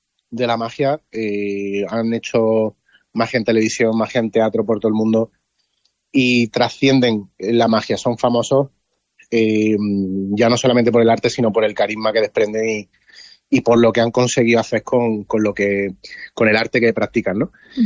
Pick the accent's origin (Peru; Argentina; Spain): Spain; Antequera, Andalusia